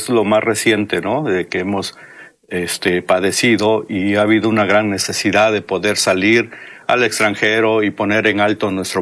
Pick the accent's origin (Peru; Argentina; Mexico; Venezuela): Mexico; Cuicatlán, Oaxaca; nací en la Cañada, en Cuicatlán, en el 1972, y realmente tengo 54 años. De niño viví en mi pueblo, con las libélulas, con las catarinas, y bueno, el campo, ¿no? Los mangos de mi región, que es la Cañada.